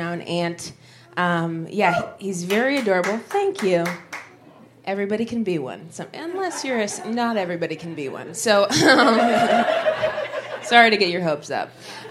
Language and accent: English; Dayton, Ohio, United States; moved away; So I grew up originally in Ohio, Southwest Ohio, in Dayton.